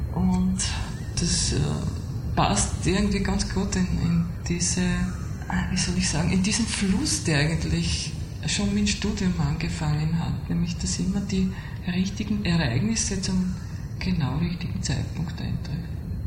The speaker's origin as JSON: {"language": "German", "town": "Gosau", "region": "Upper Austria", "country": "Austria", "tie": "born or raised there", "said": "Aufgewachsen bin ich in Gosau, auch dort geboren, also wie das noch üblich war, im Haus meiner Eltern geboren."}